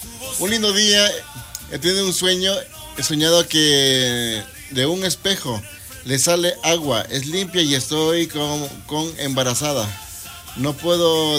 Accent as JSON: {"language": "Spanish", "country": "Ecuador", "moved": "yes", "lives_now": "Madrid, Spain"}